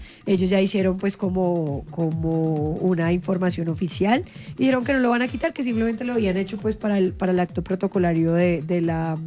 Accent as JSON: {"language": "Spanish", "town": "Cali", "region": "Valle del Cauca", "country": "Colombia", "moved": "yes", "said": "pero pues sí soy caleña."}